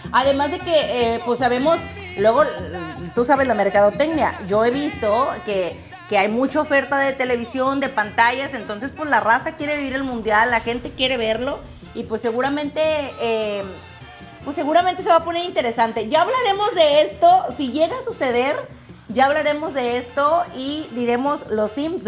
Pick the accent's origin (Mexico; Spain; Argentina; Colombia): Mexico; Imagínate como mexicano